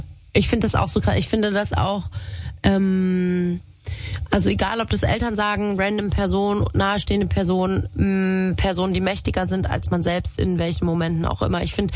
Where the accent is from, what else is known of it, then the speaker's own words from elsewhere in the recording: Saxony, Germany; accent: Saxon; ich komme aus Sachsen, Und ich kann richtig gut sechseln. Also das ist wirklich, also ich bin so richtig krass so auch aufgewachsen.